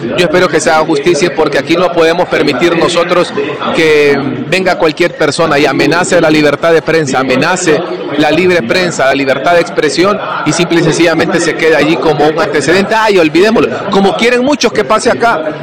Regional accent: Honduras

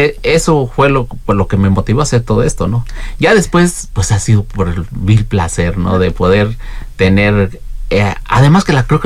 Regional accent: San Felipe, Guanajuato, Mexico; born there; soy de San Felipe.

